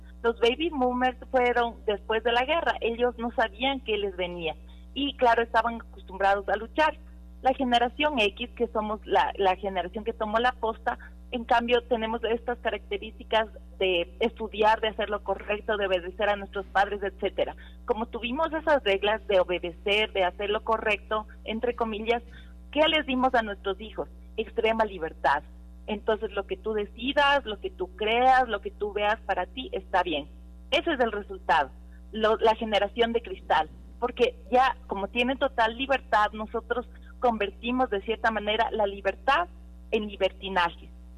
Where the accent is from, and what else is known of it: Ecuador